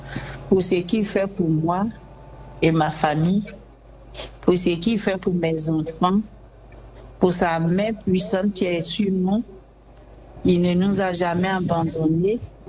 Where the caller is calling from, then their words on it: Abidjan, Côte d’Ivoire; J'appelle de la Palmeraie.